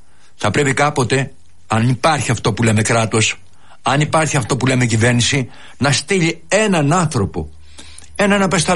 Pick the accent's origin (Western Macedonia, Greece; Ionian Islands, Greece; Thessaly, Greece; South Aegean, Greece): Western Macedonia, Greece; Florina; born there; moved away; Η πατρίδα μου είναι ο καημός μου. Σας έλεγα πριν για τη μοναξιά. Είναι πολύ μακριά, είναι 600 χιλιόμετρα. Αλλά και ακόμα πιο μακριά, γιατί είναι ξεχασμένη, μακρινή και μόνη.